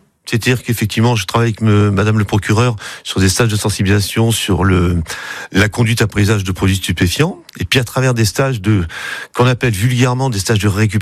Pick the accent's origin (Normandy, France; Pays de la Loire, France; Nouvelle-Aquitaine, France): Nouvelle-Aquitaine, France; Châtellerault; je suis de Châtellerault, je pars à 8h pour être ici, effectivement, à 9h.